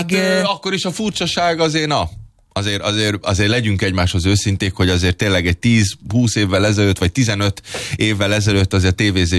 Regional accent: Hungary; És ez nem csak mi magyarok vagyunk

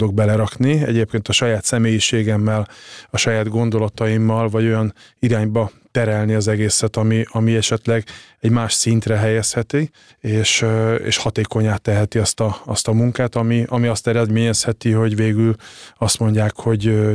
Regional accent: Hungary; moved away as an adult; also born or lived in Italy; nem csak én, hanem jó néhány magyar társam olasz állampolgárságot vett fel abban az időben, és játszottunk olaszként

